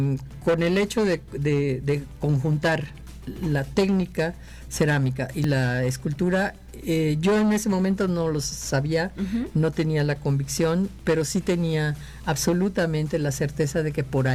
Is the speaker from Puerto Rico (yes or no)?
no; Yucatán, Mexico; moved away; como yo vengo de Yucatán y en Yucatán nada es chiquito